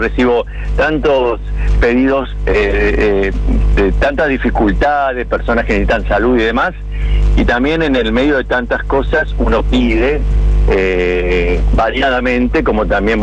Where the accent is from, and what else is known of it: Arteaga, Santa Fe, Argentina; moved away